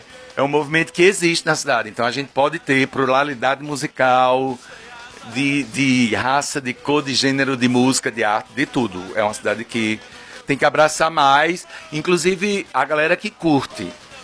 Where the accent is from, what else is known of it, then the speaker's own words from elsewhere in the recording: São Sebastião, Brazil; born there; Porque quando eu nasci no São Sebastião